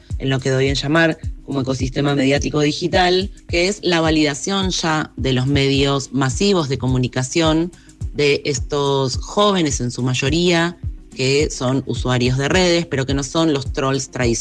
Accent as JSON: {"language": "Spanish", "region": "Neuquén", "country": "Argentina", "tie": "born there", "said": "nací en 1979 en Neuquén, en la Patagonia Argentina."}